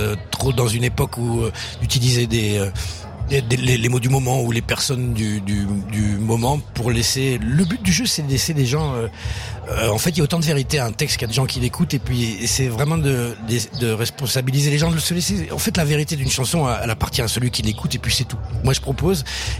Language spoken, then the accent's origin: French; France; Je parle en tant que Français